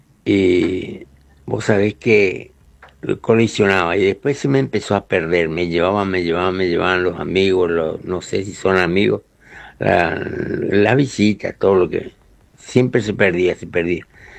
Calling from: Clorinda, Formosa, Argentina; de Clorinda.

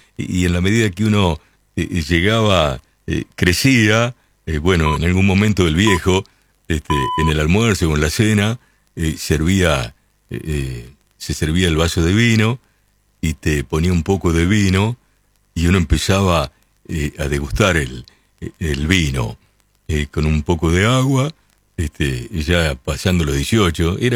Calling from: Chivilcoy, Buenos Aires Province, Argentina; Buenas noches, Oscar. Muy buen programa. Siempre te escucho. … de Chivilcoy, presidente del hipódromo de Trote.

